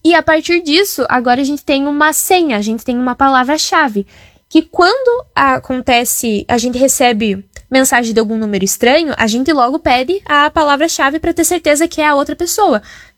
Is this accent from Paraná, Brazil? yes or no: no; Rio Grande do Sul, Brazil; eu tenho 21 anos, sou do Rio Grande do Sul